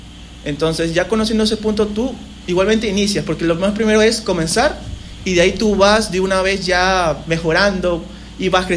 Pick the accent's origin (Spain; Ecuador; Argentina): Ecuador; Los Ríos; en Recinto donde soy oriundo, en la Federico Intriago